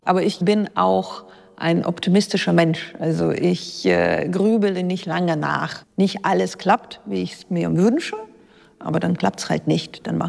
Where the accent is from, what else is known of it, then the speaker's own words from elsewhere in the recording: Russia; moved away as an adult; also born or lived in London; now in Frankfurt, Germany; Ich bin in Russland geboren und bin da auch zur Schule gegangen.